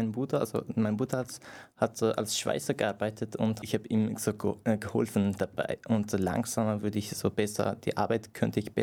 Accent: Iran; first language Persian; German is a second language; now in Germany; Na, also ich bin im Iran geboren, aufgewachsen in einer kleinen Stadt

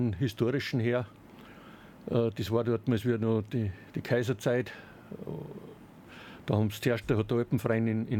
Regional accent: Salzburg, Austria; Ich bin direkt im Pluntautal aufgewachsen.

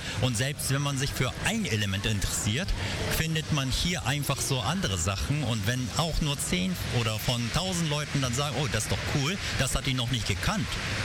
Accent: Hamburg, Germany; born there; also born or lived in Japan; aber ich bin in Hamburg und habe auch zumindest unter deutschen Städten nur in Hamburg gelebt.

